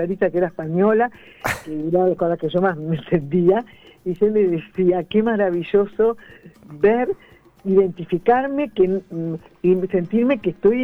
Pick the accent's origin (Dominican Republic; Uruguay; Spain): Uruguay; yo soy uruguaya, no soy argentina.